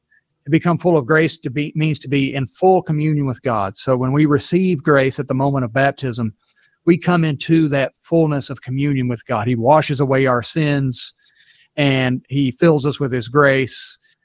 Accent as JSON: {"language": "English", "region": "Tennessee", "country": "United States", "said": "I'm from Tennessee"}